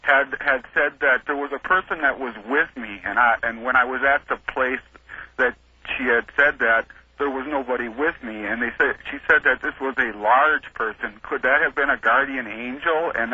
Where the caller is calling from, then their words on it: Valparaiso, Indiana, United States; I am calling from Valparaiso, Indiana.